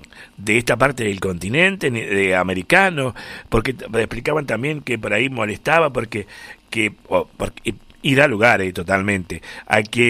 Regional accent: Argentina; como argentinos que somos y que queremos nuestro país, nuestra tierra, todo lo que comprende nuestra querida República Argentina

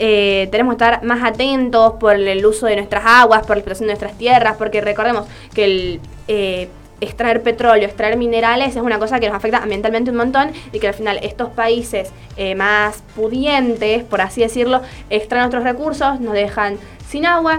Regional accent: Catamarca, Argentina; nosotros como Catamarca, como una provincia minera

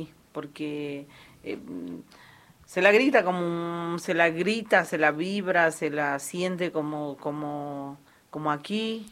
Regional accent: Switzerland; Yo soy de Suiza, disculpame.

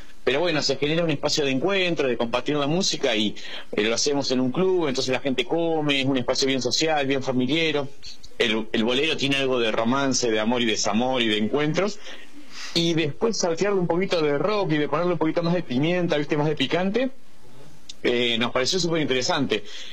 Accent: La Plata, Buenos Aires Province, Argentina; nosotros somos de la Ciudad de la Plata

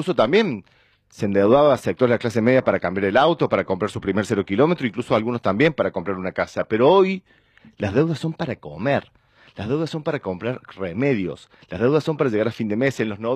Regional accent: Argentina

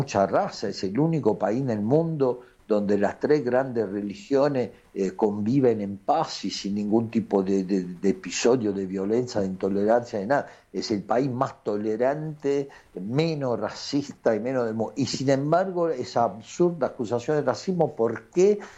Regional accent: Italy; now in Argentina; Yo lo digo como italiano, ¿no?, que vive desde el 83 acá en Argentina, si bien en diferentes periodos he ido y vuelto, y siempre vuelvo

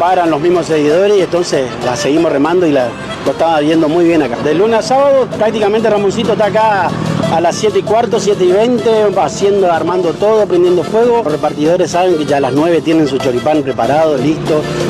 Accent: Posadas, Misiones, Argentina; Criado y mal criado acá en Posada Misiones.

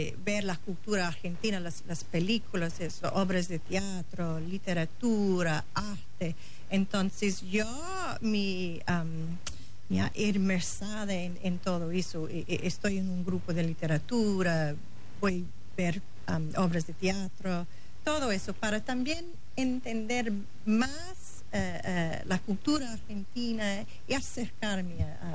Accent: Sydney, New South Wales, Australia; born or raised there; Spanish is a second language; also born or lived in South Australia

